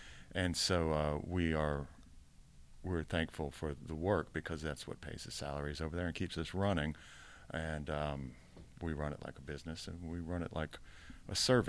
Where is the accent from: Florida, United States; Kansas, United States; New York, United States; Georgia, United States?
Georgia, United States; I'm from Georgia.